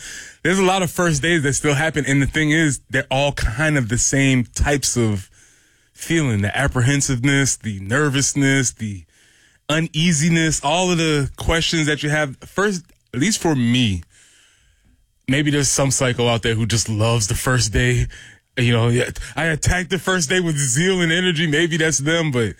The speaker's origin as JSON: {"language": "English", "region": "South Carolina", "country": "United States", "tie": "born or raised there", "said": "Now, I grew up in South Carolina, but it wasn't necessarily the thing that was in my house."}